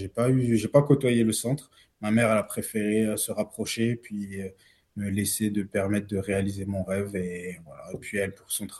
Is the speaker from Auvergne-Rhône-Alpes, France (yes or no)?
yes; Lagnieu, Auvergne-Rhône-Alpes, France; also born or lived in Montreal, Canada / Paris, France; Moi, je suis d'origine haïtienne, adoptée à l'âge de 6 mois par des parents franco-canadiens. J'ai grandi à Montréal jusqu'à mes 5 ans, à peu près, 4 ans, 5 ans. Après, j'ai bougé en France à Paris au début